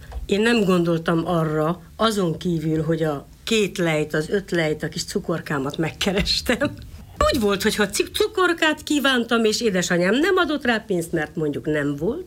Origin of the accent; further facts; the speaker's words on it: Mureș County, Romania; also born or lived in Vulcan; Marosvásárhelyi szobáta között folyik a nyárád. Ott nőttem fel. Én Vulkánban születtem, a Zsilvölgyében, Temes megye. Én ott pottyantam a világra, de 5 éves koromban elhoztak onnan